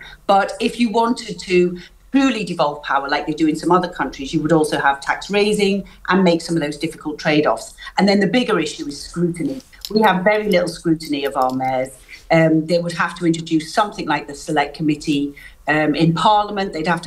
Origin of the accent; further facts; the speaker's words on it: Knowsley, North West England, United Kingdom; I grew up in Knowsley, and all my family are still in Knowsley